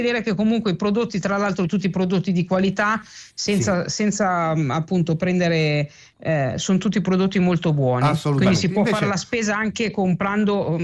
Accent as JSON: {"language": "Italian", "region": "Tuscany", "country": "Italy", "said": "io Toscana, amo la tradizione"}